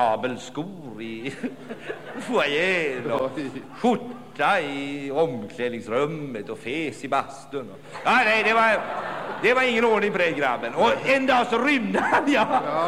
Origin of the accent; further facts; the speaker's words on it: Turkey; jag är ju turk. Och kan det, jag är turk.